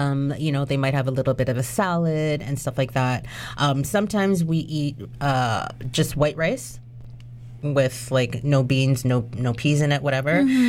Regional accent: Canada; born there; I was born in Canada

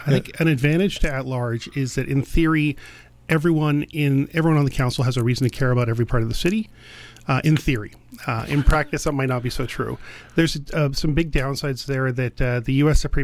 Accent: Delta, British Columbia, Canada; If renters are evenly split across the municipality, like my hometown of Delta, you have like basement suites and stuff like

